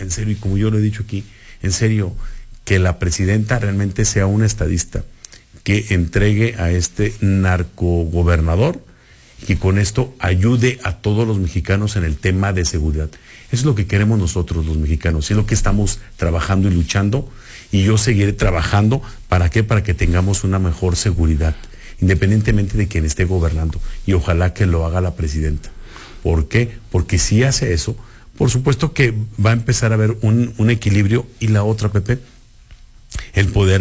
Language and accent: Spanish; Mexico; es una sospecha que todos como mexicanos tenemos